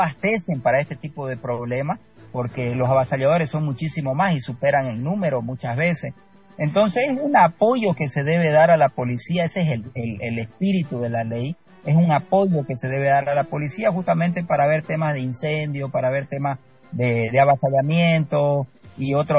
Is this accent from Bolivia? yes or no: yes; Santa Cruz, Bolivia; hacer prevalecer nuestros derechos como cruceño